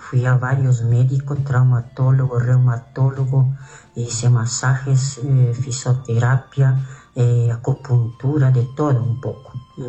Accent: Buena Unión, Rivera, Uruguay; Soy de campaña, de Buena Unión.

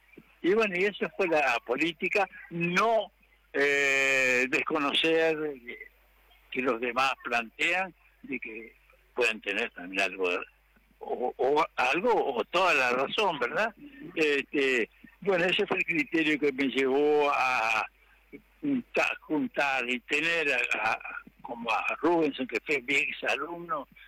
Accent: Tranqueras, Rivera, Uruguay; Bueno, y acá Tranqueras se logró una cantidad enorme de cosas, porque además era mi pueblo natal.

